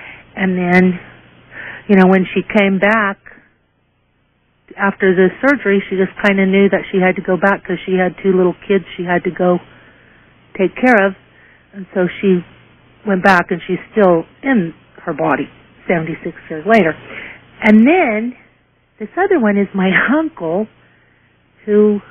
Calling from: Roswell, New Mexico, United States; I'm calling from Roswell, New Mexico.

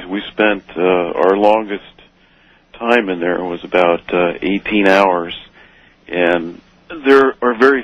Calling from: California, United States; in Montero, California.

